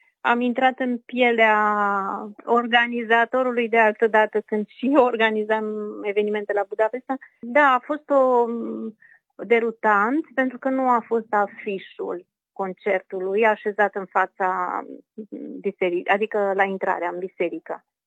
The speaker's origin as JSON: {"language": "Romanian", "country": "Romania", "moved": "as an adult", "lives_now": "Hungary", "said": "m-am simțit mândră că sunt și eu din România"}